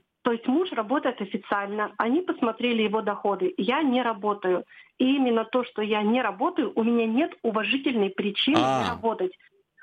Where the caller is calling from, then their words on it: Tyumen, Tyumen Oblast, Russia; город Тюмень.